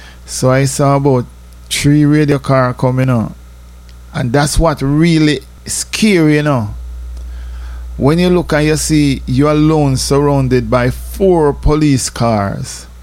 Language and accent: English; Jamaica; moved away; I'm from Jamaica.